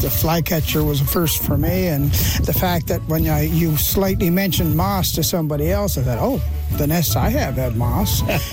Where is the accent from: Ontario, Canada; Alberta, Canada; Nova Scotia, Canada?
Nova Scotia, Canada; Cape Breton; from Cape Breton